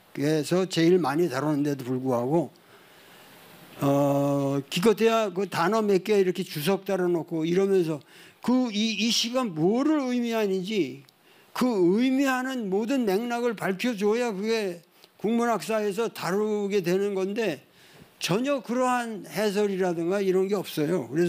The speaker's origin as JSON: {"language": "Korean", "town": "Cheonan", "region": "South Chungcheong", "country": "South Korea", "tie": "born there", "said": "제가 천안에서 태어났기 때문에 홍성 그러면 좀 친근감이 있어요."}